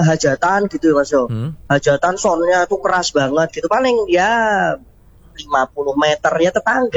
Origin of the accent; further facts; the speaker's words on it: Magelang, Central Java, Indonesia; now in Jember, Indonesia; Saya ini kan aslinya dari Magelang, Mas, dari Jawa Tengah. Saya pindahan gitu, Mas, di Jember.